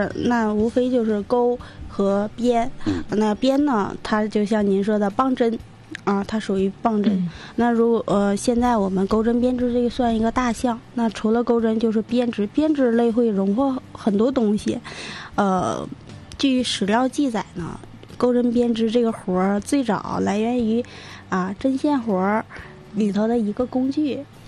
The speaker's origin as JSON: {"language": "Chinese", "area": "Yitong Manchu Autonomous County", "region": "Jilin", "country": "China", "tie": "born or raised there", "said": "那我家小时候是在伊通满族自治县一个小山村里"}